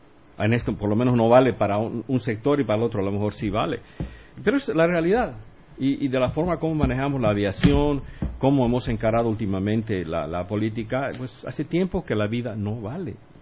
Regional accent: La Paz, Bolivia; yo soy paseño y vengo de La Paz.

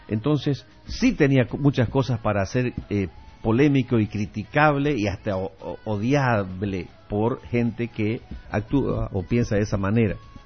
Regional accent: Santa Cruz de la Sierra, Santa Cruz, Bolivia; nosotros los cruceños, los de Santa Cruz de la Sierra, somos rioplatenses.

